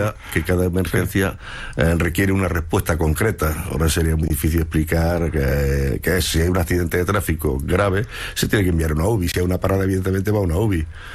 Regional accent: Bedmar, Andalusia, Spain; also born or lived in Jaén / Baeza; now in Madrid, Spain; Nací en Jaén, pero me crié en Benmar, cerca de Úbeda.

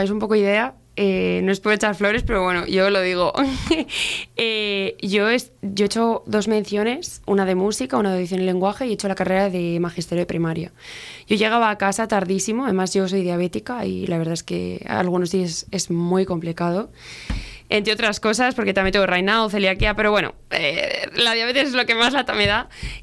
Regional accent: Laredo, Cantabria, Spain; now in Gama, Spain; soy de aquí, de este pueblo tan bonito, de Laredo. Y vivo actualmente en Gama, pero bueno, la verdad es que menos en Gama, estoy en cualquier lado, en Santander

